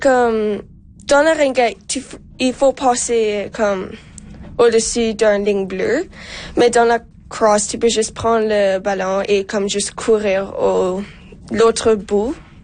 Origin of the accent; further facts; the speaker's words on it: Alberta, Canada; mais comme dans nous on est de Alberta, alors